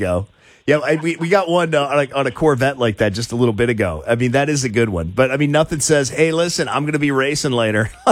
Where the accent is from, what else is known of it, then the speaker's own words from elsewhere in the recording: Florida, United States; I'm from Florida, and we would have one like that down there.